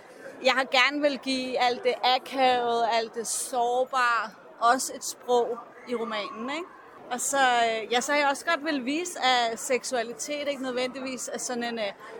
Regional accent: Copenhagen, Capital Region of Denmark, Denmark; Det er jeg. Er fra Vesterbro.

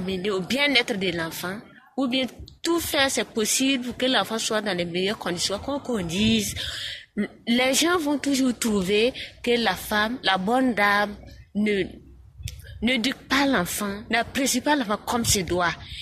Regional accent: Burkina Faso; Chez nous au Burkina Faso, surtout en Afrique.

